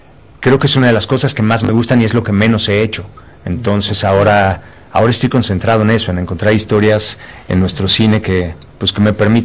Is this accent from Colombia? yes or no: no; Mexico; lo que somos como mexicanos